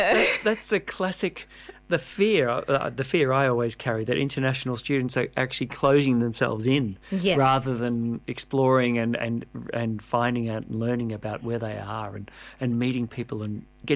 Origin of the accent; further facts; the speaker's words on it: Melbourne, Victoria, Australia; as I'm from, well, I grew up in Melbourne, so I've been here for 14 years